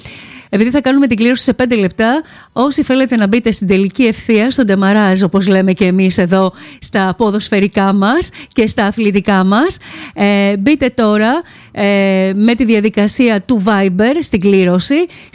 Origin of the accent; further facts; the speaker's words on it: Nafplio, Peloponnese, Greece; now in Thessaloniki, Greece; ως ναυπιώτης έχω να πω ότι επειδή και εγώ προέρχομαι από μια πολύ ωραία πόλη, ιστορική πόλη της Ελλάδας.